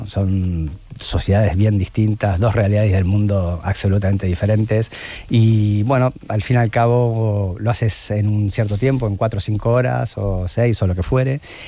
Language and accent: Spanish; Argentina; Claro, emocionalmente para mí, que siendo argentino, es muy fuerte, ¿no?